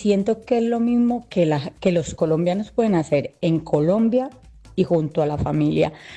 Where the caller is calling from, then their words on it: Spain; desde aquí de España.